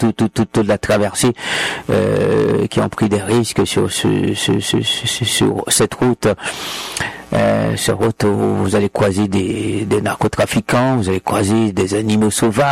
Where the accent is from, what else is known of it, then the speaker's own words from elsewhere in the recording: Haiti; suis bien haïtien, même si j'étais dans les Marines. Même si j'ai travaillé pour les États-Unis, mais je suis haïtien.